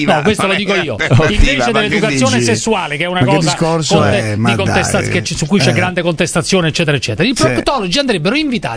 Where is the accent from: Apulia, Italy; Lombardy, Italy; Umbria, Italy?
Umbria, Italy; Orvieto; umbro come me, io sono di Orvieto